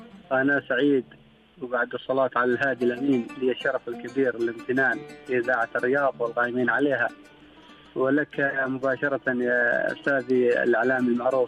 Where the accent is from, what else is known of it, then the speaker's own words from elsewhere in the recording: Dhofar, Oman; first language Shehri (Jibbali); Arabic is a second language; ولا زالت محافظة عليها هنا في إغليم ظفار